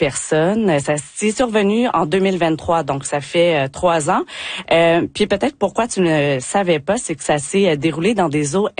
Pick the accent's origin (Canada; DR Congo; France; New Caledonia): Canada; Quebec; accent: Quebec; vous pouvez l'entendre par mon accent, je suis québécoise